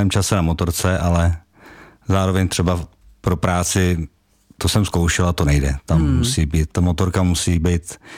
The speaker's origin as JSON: {"language": "Czech", "region": "South Bohemian Region", "country": "Czechia", "lives_now": "Želeč, Czechia", "said": "Od Tábora, bydlím v Želči u Tábora, tak jsem pravověrný jeho Čech a přijel jsem autem."}